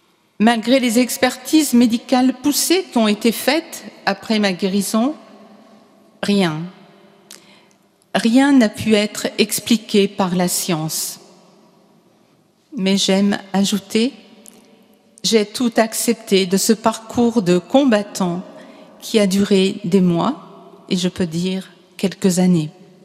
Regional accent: Cambrai, Hauts-de-France, France; moved away as an adult; also born or lived in Aix-en-Provence; Je suis originaire du diocèse de Cambrai, donc à côté de la Belgique, née à la maternité catholique de Cambrai. J'ai grandi dans une famille catholique très pratiquante et je suis l'aînée de 5 enfants.

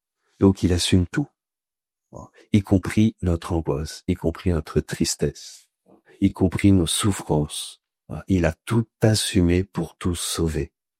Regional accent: France; Puis comme nous, on est très intelligents, parce qu'on est français

